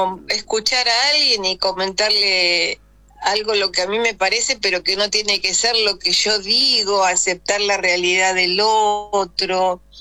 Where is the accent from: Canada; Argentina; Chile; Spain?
Argentina; Merlo, Buenos Aires Province; Soy de Merlo. De acá del oeste.